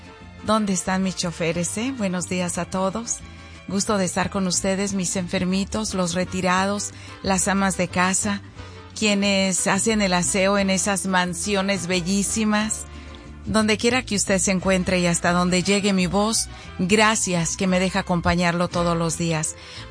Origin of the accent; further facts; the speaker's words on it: Mexico; now in United States; Somos mexicanos y mexicanos